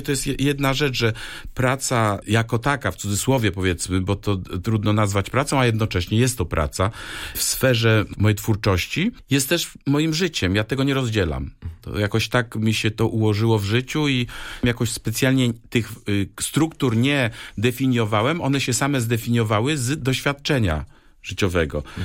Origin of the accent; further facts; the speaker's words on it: Pyrzyce, West Pomeranian Voivodeship, Poland; moved away as an adult; now in Berlin, Germany; z tego małego miejsca, jakim są Pyrzyce, koło Szczecina, skąd pochodzę